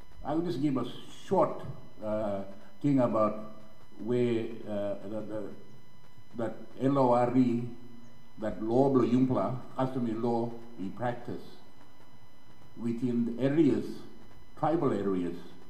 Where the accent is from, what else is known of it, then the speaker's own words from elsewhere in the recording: Badu Island, Queensland, Australia; I'm from Wakai tribe on Badu Island.